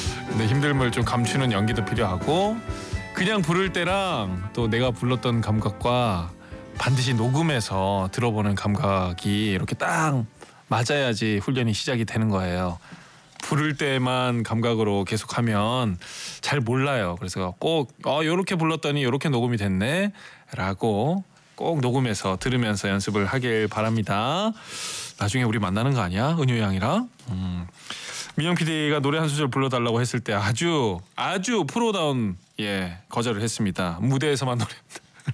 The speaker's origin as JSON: {"language": "Korean", "region": "Ulsan", "country": "South Korea", "tie": "born or raised there", "said": "저도 이제 울산 출신이니까 이 사투리가 방송 나갈 때 나가는 게 좀 신경 쓰이니까"}